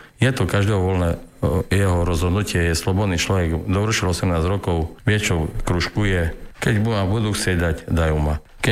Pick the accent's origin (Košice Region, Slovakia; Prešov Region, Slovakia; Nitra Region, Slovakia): Košice Region, Slovakia; Košice; Som Košičan 56 rokov, tu žijem v Košiciach